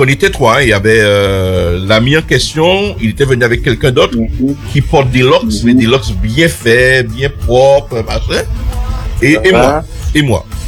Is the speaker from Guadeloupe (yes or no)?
yes; Guadeloupe; on vient de la Guadeloupe